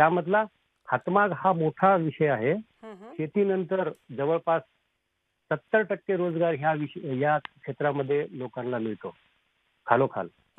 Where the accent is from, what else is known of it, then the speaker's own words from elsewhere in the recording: Nanded, Maharashtra, India; मी राहणार नांदेडचा आहे.